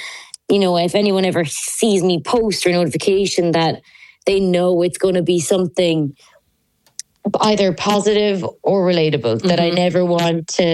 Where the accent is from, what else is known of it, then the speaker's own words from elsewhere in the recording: County Waterford, Ireland; also born or lived in Cork; now in Dublin, Ireland; I moved up from Cork to Dublin, and I'm originally from Waterford, like down near Dungarvan.